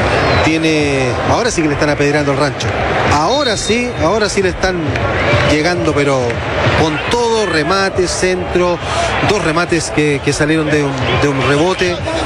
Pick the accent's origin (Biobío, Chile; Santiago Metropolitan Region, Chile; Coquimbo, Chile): Santiago Metropolitan Region, Chile; Cerrillos; Yo soy de Cerrillo, entonces.